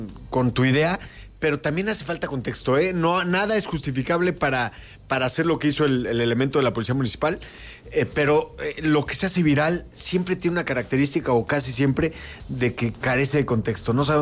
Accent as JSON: {"language": "Spanish", "region": "Querétaro", "country": "Mexico", "said": "No nos hace falta como mexicanos, ni siquiera como queretanos."}